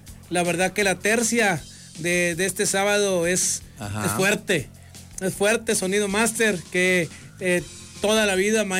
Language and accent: Spanish; Monterrey, Nuevo León, Mexico; born there; now in Saltillo, Mexico; Sí, nací en Monterrey, pero me adoptaron en Saltillo.